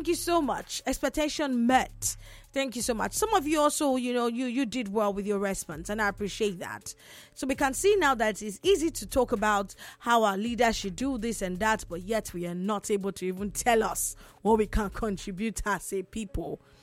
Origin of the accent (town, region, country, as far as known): Nigeria